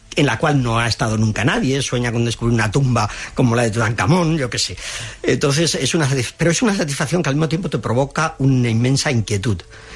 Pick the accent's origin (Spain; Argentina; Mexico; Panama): Spain